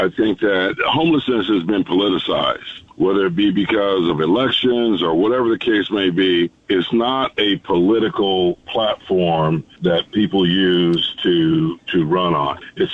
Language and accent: English; United States; as a Boy Scout and as an American